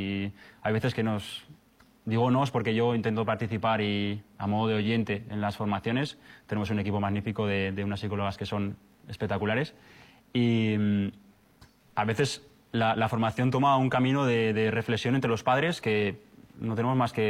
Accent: Navarre, Spain; moved away; Yo soy de Navarra

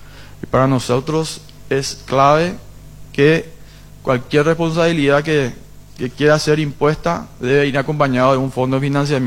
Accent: Paraguay; Como paraguayos estamos listos a demostrar que es posible conservar, producir y prosperar al mismo tiempo.

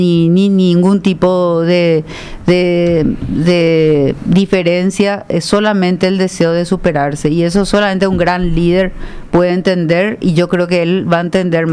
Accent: Paraguay; como paraguayos que somos

